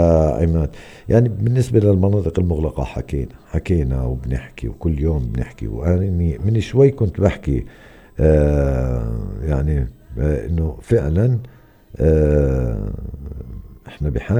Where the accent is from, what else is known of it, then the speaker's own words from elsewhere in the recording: Hebron, West Bank, Palestine; وعندنا في الخليل منع التجوال